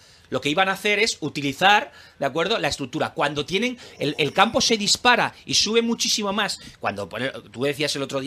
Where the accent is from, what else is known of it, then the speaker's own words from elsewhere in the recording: Zaragoza, Aragon, Spain; como zaragozano, como aragonés y como zaragocista